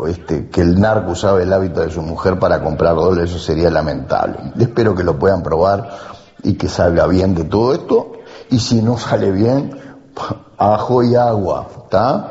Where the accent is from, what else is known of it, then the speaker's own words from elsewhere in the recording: Montevideo, Uruguay; moved away; Yo ya no soy montevideano, estoy fuera del departamento.